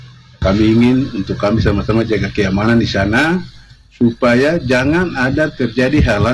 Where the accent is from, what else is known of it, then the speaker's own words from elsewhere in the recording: South Papua, Indonesia; sebagai anak Ninati dan juga Yetetkun, dan katakan anak Jonggom